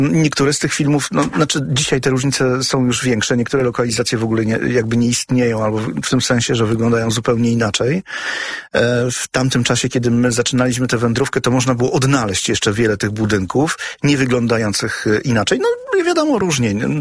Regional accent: Katowice, Silesian Voivodeship, Poland; moved away as an adult; also born or lived in Zagłębie Dąbrowskie; now in Warsaw, Poland; w Katowicach od momentu, kiedy rozpoczynałem naukę w szkole podstawowej. Od 6 roku życia mieszkałem w Katowicach, dlatego całe moje świadome życie tak naprawdę Katowice, ale z pochodzenia nie jestem Ślązakiem, pochodzę z Zagłębia

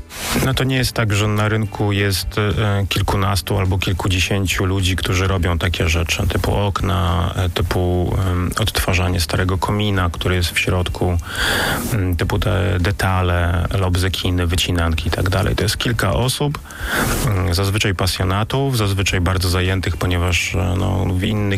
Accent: Gdańsk, Pomeranian Voivodeship, Poland; born there; Urodziłem się w Gdańsku, ale dużo podróżowałem. Często zmieniałem miejsce zamieszkania i nagle pojawiłem się na Wyspie Sobieszewskiej i odkryłem swoją małą ojczyznę.

